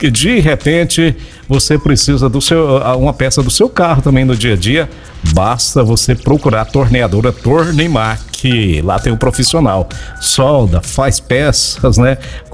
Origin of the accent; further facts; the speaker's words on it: Abadia de Goiás, Goiás, Brazil; also born or lived in Goiatuba; Minha cidade natal, que é Goiatuba, né? Eita! Cidade de Abadia de Goiás também, onde eu me criei, né? Bem pertinho de Goiânia aí também.